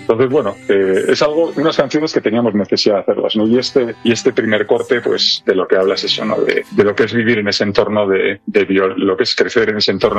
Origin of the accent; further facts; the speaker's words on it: Bilbao, Basque Country, Spain; now in Madrid, Spain; yo soy de Bilbao y soy del 78, con lo cual conocí aquello, pero no en primera persona especialmente. Yo soy con una familia de clase media